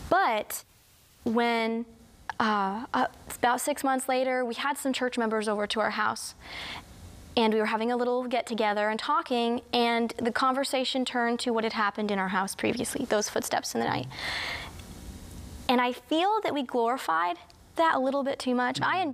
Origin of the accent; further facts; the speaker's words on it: New England, United States; now in Alabama, United States; And I, you know, I came from New England where you'd hear that sliding off of the metal roof.